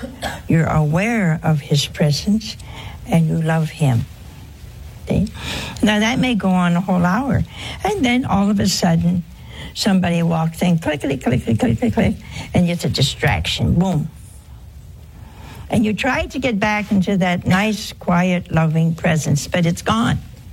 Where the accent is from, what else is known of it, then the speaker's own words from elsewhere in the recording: Ohio, United States; born there; Oh, hey, that's my home state.